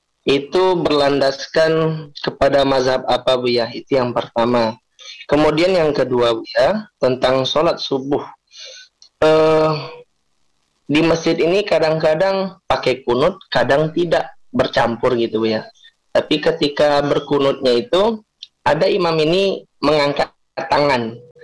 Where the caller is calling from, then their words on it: Lubuk Basung, West Sumatra, Indonesia; Saya dari Agam Lubuk Basung, Sumatera Barat.